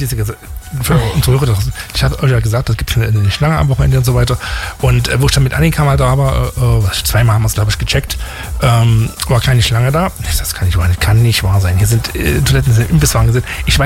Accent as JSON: {"language": "German", "region": "Berlin", "country": "Germany", "said": "Als Berliner würde ich es nicht als Dorf bezeichnen."}